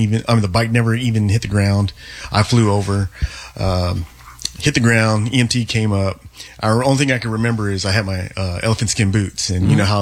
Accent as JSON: {"language": "English", "town": "Fort Worth", "region": "Texas", "country": "United States", "said": "I'm being from South Fort Worth and Crowley."}